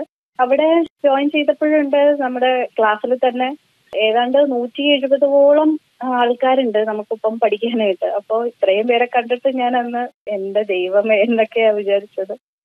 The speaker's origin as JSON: {"language": "Malayalam", "town": "Thiruvananthapuram", "region": "Kerala", "country": "India", "tie": "born or raised there", "moved": "as an adult", "lives_now": "Ernakulam, India", "said": "തിരുവനന്തപുരം ആണ് എന്റെ സ്വദേശം. ഇപ്പോൾ എറണാകുളത്താണ് അഡ്വക്കേറ്റ് ആയിട്ട് ഹൈക്കോടതിയിൽ പ്രാക്ടീസ് ചെയ്യുന്നു."}